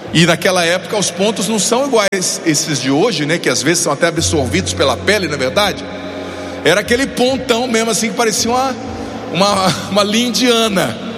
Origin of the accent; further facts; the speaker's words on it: Paraná, Brazil; lá na minha cidade, no Paraná